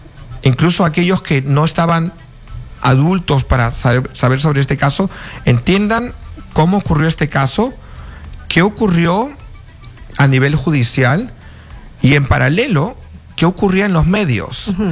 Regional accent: Peru; moved away; yo como peruano

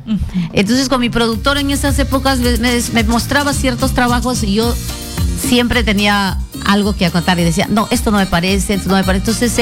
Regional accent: Aucayacu, Huánuco, Peru; De la selva, soy de Aucayacu.

